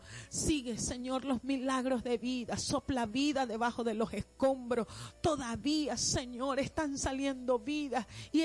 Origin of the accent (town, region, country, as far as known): Venezuela